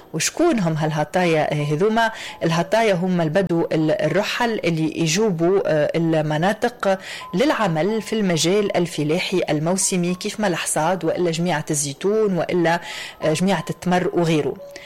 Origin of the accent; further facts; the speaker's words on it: Tunisia; accent: Tunisian; لهجتنا التونسية